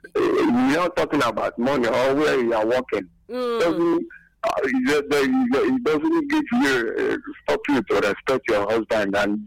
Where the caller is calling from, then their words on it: Ebonyi, Nigeria; I'm calling from Ebony State area